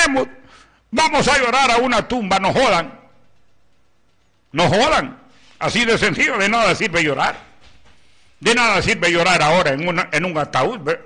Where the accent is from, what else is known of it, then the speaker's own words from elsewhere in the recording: Honduras; Yo soy hondureño.